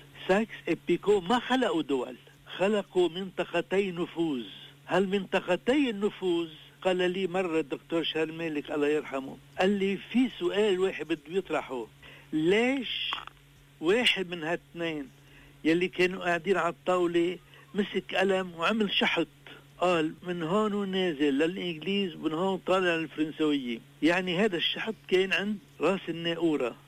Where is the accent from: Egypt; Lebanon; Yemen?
Lebanon; Tripoli, North Governorate; also born or lived in Qartaba, Jbeil District; سنة 58 أنا ولدت بطرابلس شمال ونميت هناك، مع أني أنا من قرطبة قضاء جبال.